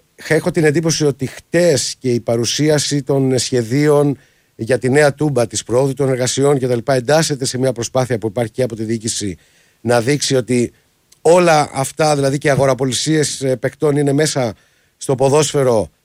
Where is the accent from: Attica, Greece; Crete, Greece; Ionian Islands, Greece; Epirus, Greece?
Ionian Islands, Greece; Zakynthos; Στις 6 λοιπόν, η γενέτειρά μου, έτσι, η Ζάκυνθος, φιλοξενείται από την ΑΕΛ Novibet. Μεγάλη στιγμή για τη Ζάκυνθο.